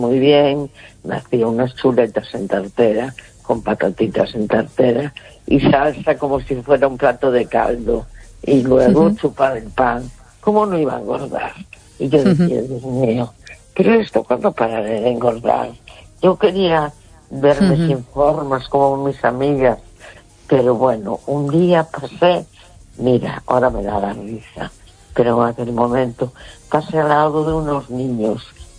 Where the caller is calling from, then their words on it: A Coruña, Galicia, Spain; de La Coruña.